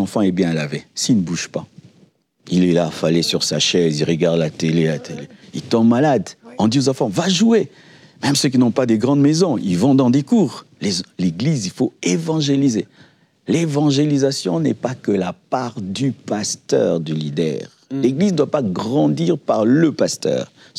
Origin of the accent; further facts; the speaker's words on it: Kinshasa, DR Congo; Comme j'ai grandi à Lemba, je voulais implanter une église à Lemba parce que j'étais connu à Lemba, j'avais des amis à Lemba et on m'a trouvé une parcelle à Lemba. Lemba, c'est une commune de Kinshasa.